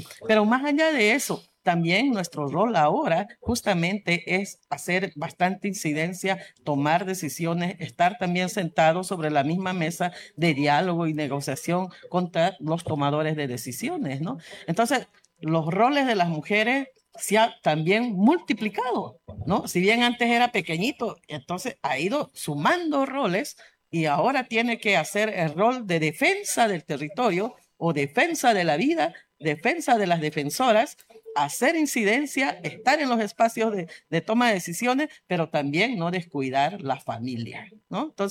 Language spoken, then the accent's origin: Spanish; Bolivia